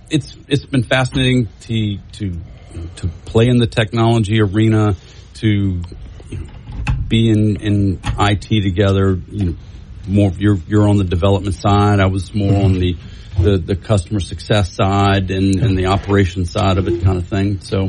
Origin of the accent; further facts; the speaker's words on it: Morgan City, Louisiana, United States; we're both from Morgan City and love that pass. And that just fascinates to me that we both lived on Walnut Drive.